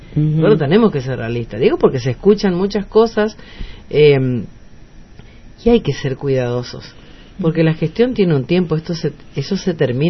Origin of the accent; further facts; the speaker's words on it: General Pinedo, Chaco, Argentina; yo soy de General Pinedo. Ahí está, de Pinedo. Y nunca había visto, la verdad, mira que vivo ahí desde chica.